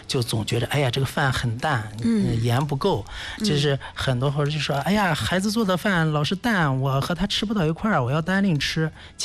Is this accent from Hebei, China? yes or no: yes; Shijiazhuang, Hebei, China; 我们北方人常见的饮食习惯尤其是我们石家庄这一块